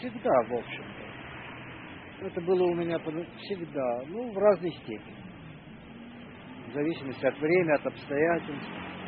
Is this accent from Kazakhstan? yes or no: no; Georgia; Я не могу, может, потому что я действительно ленивый грузин, и у меня уже все сложилось.